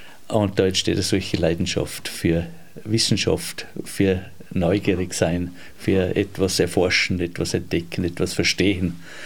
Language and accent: German; Gosau, Upper Austria, Austria; ich bin da in Gosau aufgewachsen, speziell in dieser Gegend, das ist das Hintertal, das war unsere Spielwiese hier.